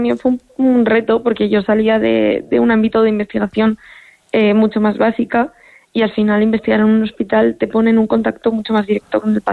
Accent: Covaleda, Castile and León, Spain; Porque es un pregón que yo escribí también con mucho cariño, dedicado a mi pueblo, y que les haya llegado, pues me alegra mucho.

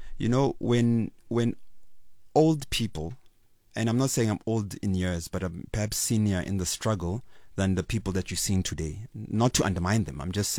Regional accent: Soweto, Gauteng, South Africa; And Komirolensi, Ndofaya, Soweto, where I come from, where I was raised

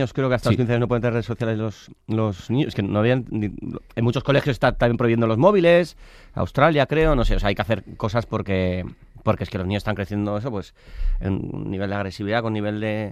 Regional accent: Basque Country, Spain; Y yo soy muy friolero. Soy vasco, sí, todo el rodaje, ¡ay, qué frío! Pero si eres vasco, si eres del norte, que soy tan vasco como friolero

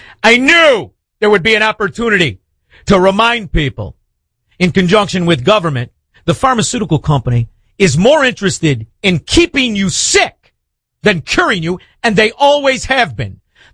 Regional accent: Melrose Park, Illinois, United States; Keep in mind, I'm from Melrose Park.

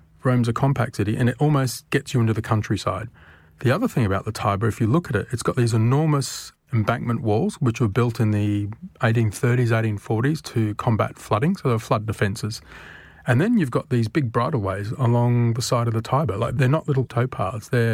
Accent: Australia; accent: Australian; moved away as an adult; now in London, United Kingdom; you can tell by the accent, I'm Australian, but I've lived in London for 30 years, British citizen now.

